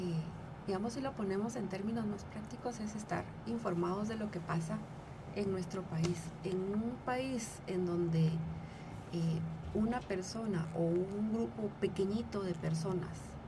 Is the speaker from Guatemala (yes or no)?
yes; Guatemala; Yo soy cristiana, pero antes de cristiana soy guatemalteca, ¿verdad? Vivo en una comunidad.